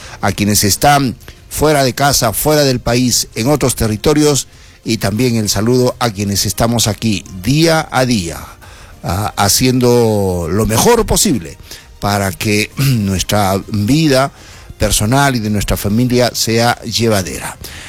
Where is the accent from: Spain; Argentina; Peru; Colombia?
Peru; como somos los peruanos y peruanas, siempre aguerridos, siempre luchadores, siempre creativos